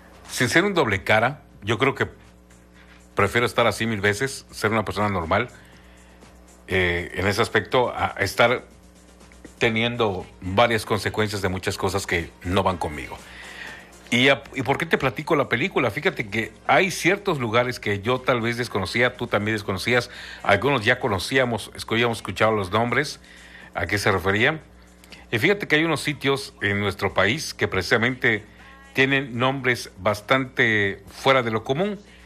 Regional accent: Mexico; somos mexicanos

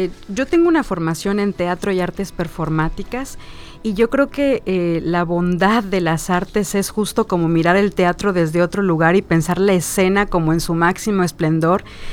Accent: Cancún, Quintana Roo, Mexico; moved away as an adult; now in Mérida, Mexico; Yo soy originaria de Cancún y migro a Mérida en el 2010.

